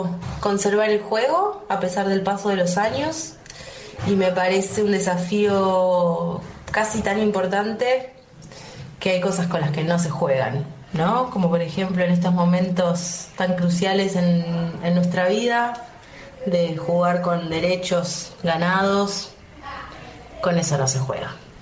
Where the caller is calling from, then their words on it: Buenos Aires, Argentina; de Floresta.